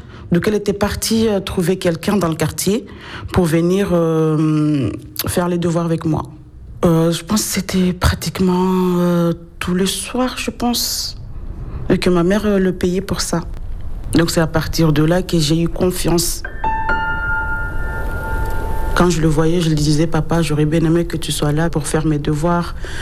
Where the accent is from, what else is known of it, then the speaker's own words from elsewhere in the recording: Mayotte; born there; Je suis née à Mayotte. Je suis la première fille. On est 11 au total.